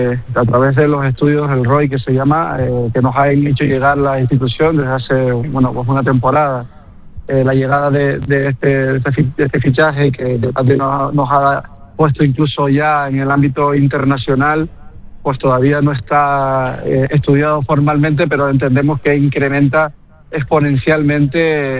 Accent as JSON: {"language": "Spanish", "town": "San Cristóbal de La Laguna", "region": "Canary Islands", "country": "Spain", "said": "como aficionado, como lagunero, como canario"}